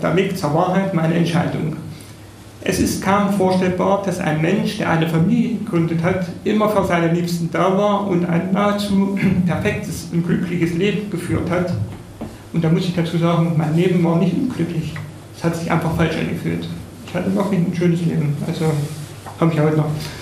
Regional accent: Oldesleben, Thuringia, Germany; ich stamme hier aus Oldesleben.

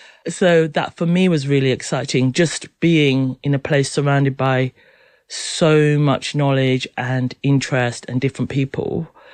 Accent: St. Kitts & Nevis; also born or lived in Kenya; now in United Kingdom; So my mum was from St. Kitts, which is why I ended up in St. Kitts. My dad's Kenyan. I was born in Kenya. And then when my parents separated, I moved to St. Kitts.

